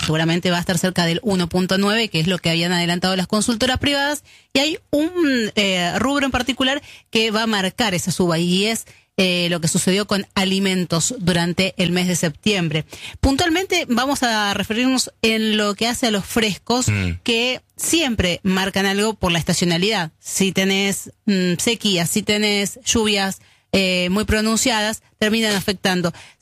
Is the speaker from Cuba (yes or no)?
no; Argentina; Lo cierto es que somos como argentinos, el producto, la fruta que más consumimos